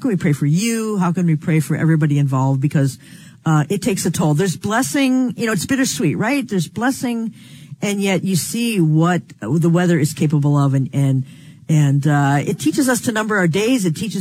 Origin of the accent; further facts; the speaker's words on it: New York, United States; I'm from New York, which was lake effect snow where they'll get, you know, 60 inches in a weekend.